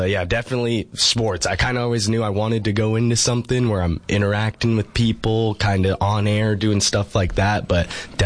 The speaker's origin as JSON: {"language": "English", "town": "Spokane", "region": "Washington", "country": "United States", "tie": "born there", "also_born_or_lived": "Beverly, Massachusetts / Salem, Massachusetts", "moved": "yes", "lives_now": "Yuma, United States", "said": "But moved to Spokane, Washington when I was about 7 or 8. My family relocated out there and that's where I grew up, went to school and all that, but Massachusetts is definitely home"}